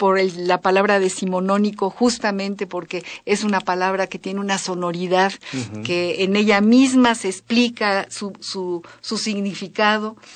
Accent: Mexico; born there; Nosotros formamos parte de una generación que vino cuando la Guerra Civil, que ya nacimos en México, pero que somos hijos de ese exilio

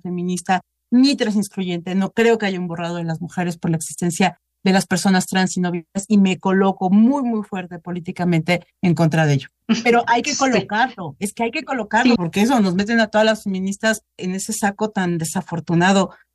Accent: Mexico City, Mexico; yo soy de Ciudad de México, vivo en Ciudad de México

